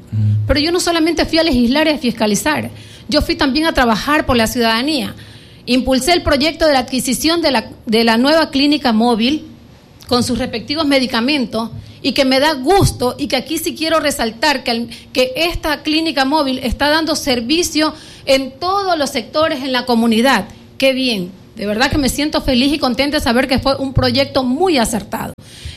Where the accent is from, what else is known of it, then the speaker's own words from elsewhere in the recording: Quevedo, Los Ríos, Ecuador; no soy quevedeña, soy nacida en Quevedo, me he preparado en Quevedo, aquí tributo, aquí también tengo mi empresa agrícola